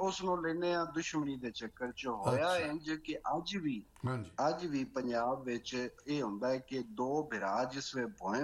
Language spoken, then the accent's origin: Punjabi; Punjab, Pakistan; accent: Jangli (rural Punjabi); ਮੈਂ ਬੋਲੀ ਆਪਣੀ ਜਿਹੜੀ ਮੇਰੀ ਪੇਂਡੂ ਦਿਹਾਤੀ ਜਿਹੜੀ ਜੰਗਲੀ ਬੋਲੀ ਹੈ